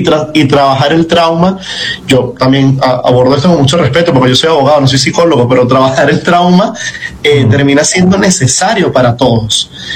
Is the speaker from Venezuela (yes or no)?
yes; Venezuela; seguíamos vivos también como venezolanos.